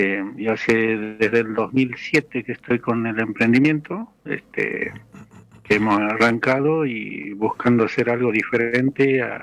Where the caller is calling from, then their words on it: Santiago del Estero, Argentina; Yo estoy en el departamento Banda, a unos 30 kilómetros de la ciudad capital, que es Santiago del Estero.